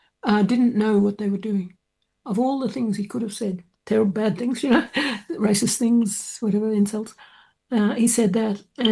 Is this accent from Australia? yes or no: yes; Gold Coast, Queensland, Australia; also born or lived in Brisbane; I was born in Brisbane, but I grew up down here on the Gold Coast in Southport. This is my father's people's area, Yugambeh language-speaking people